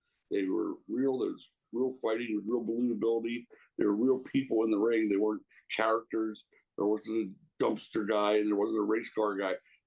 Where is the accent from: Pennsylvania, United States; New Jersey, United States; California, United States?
Pennsylvania, United States; Philadelphia; I'm from the Philadelphia area, suburb of Philadelphia.